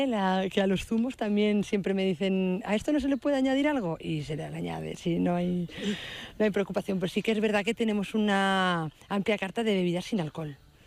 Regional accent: Tenerife, Canary Islands, Spain; born there; Sí, nací en Tenerife.

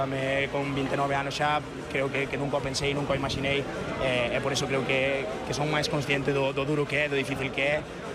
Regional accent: Galicia, Spain; Eu son un galego de pura cepa, a casa tírame moito

